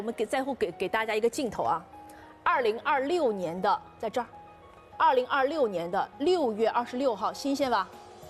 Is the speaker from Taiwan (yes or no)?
no; Jiangxi, China; 我们是江西人，然后江西的高安的腐竹很有名